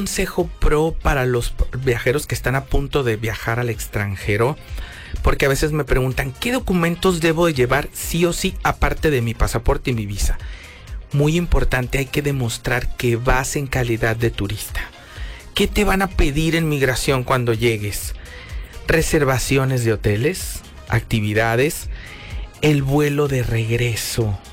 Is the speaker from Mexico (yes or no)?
yes; Mexico